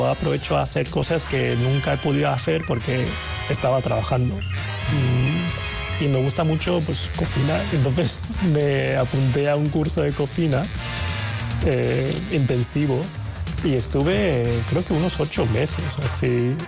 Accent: China; Igual ese como encasillamiento de que soy chino, que no, igual no hable muy bien el idioma, que desconozco, soy como turista o por ejemplo en los trabajos pues me ponen cosas que tienen que ver con China o con Asia

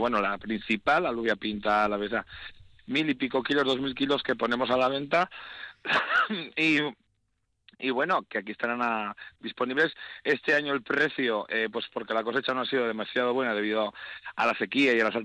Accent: Basque Country, Spain; los que somos de Riberalta

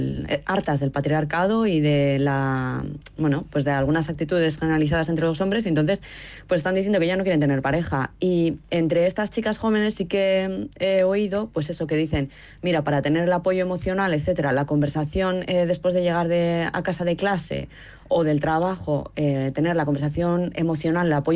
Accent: San Sebastián, Basque Country, Spain; porque yo, por ejemplo, en mi ciudad natal, en Donosti, veo que hay muchas más parejas monógamas

